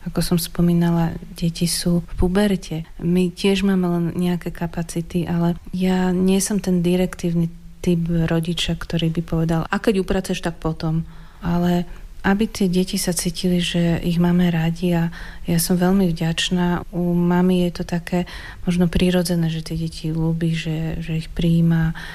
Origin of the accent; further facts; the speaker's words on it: Bratislava, Bratislava Region, Slovakia; A my sme obidvaja zo západu z Bratislavy a tam trošku je taká iná mentalita